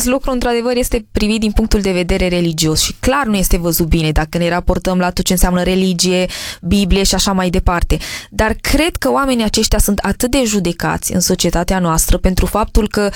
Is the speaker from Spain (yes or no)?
yes; Spain; moved away; sunt obișnuită pentru că am crescut în Spania.